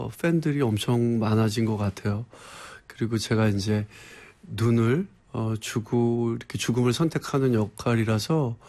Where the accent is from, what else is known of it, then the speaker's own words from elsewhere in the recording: Seoul, South Korea; 저는 뭐 서울에서 기자님 말씀하셨듯이 태어나고 서울에서 학교를 다 다녔고요. 서울에서 자라면서 이 추억도 굉장히 많고요.